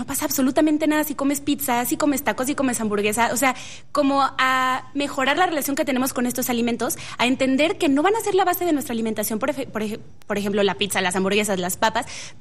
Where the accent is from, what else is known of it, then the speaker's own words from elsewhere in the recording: Mexico; como mexicanas, como mexicanos, tenemos la gran fortuna de tener la tortilla como base de nuestra alimentación